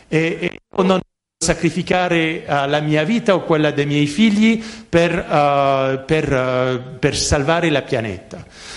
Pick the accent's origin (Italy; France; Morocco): France; Italian is a second language; io lo dico come francese